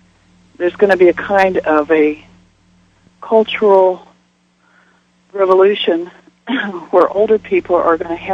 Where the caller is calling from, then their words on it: San Antonio, Texas, United States; I'm calling from San Antonio.